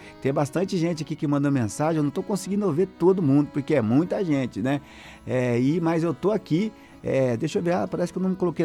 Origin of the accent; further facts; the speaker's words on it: São Paulo, Brazil; moved away; eu também sou lá de Jales.